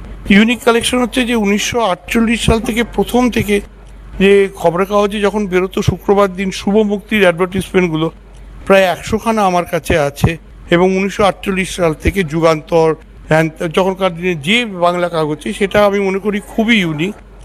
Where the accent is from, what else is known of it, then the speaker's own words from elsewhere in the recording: Kolkata, West Bengal, India; আমি আসলে 1962 সালে জন্মেছি, ভবানীপুরের ছেলে, যোগবাজারের ছেলে